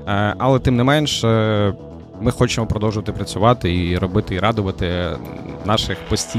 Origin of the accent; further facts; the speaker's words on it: Odesa, Odesa Oblast, Ukraine; born there; Одеса не те місто, де я народився, я родом з Тернопільської області, але в Одесі живу практично все своє життя, і ти знаєш, саме в Одесі я почуваюся вдома.